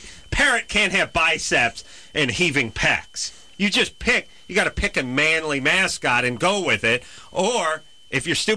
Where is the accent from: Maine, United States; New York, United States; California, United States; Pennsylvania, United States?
California, United States; Los Angeles; born or raised there